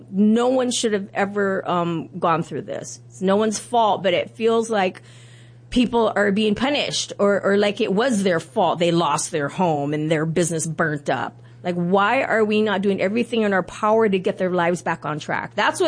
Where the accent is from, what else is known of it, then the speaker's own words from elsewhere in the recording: Lahaina, Hawaii, United States; the Lahaina fire occurred, and it is my hometown. I'm born and raised